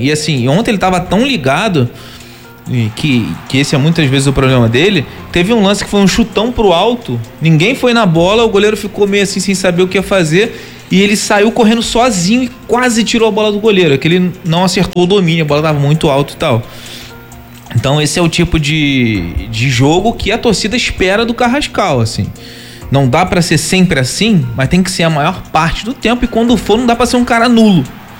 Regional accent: Brazil; Eu, como brasileiro

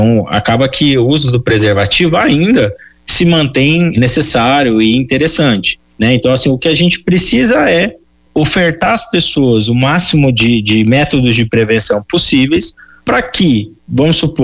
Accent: Brazil

